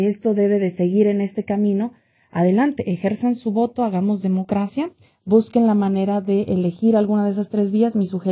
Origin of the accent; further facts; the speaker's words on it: Mexico; moved away; que nos organicemos como comunidad mexicana migrante